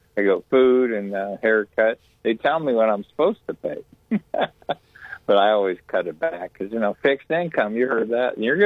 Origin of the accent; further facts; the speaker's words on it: Akron, Ohio, United States; We're all from Akron. Well, you're from Youngstown or whatever. But yeah, we're all from the inner city.